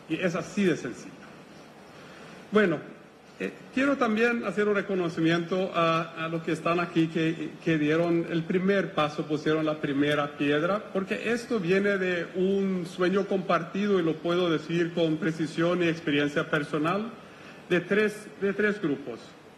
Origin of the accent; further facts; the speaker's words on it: Sweden; moved away as an adult; now in Paraguay; Yo vengo de Suecia. Llevo una década trabajando con Paraguay y desde hace 4 o 5 años radicado aquí con mi esposa muy, muy felizmente.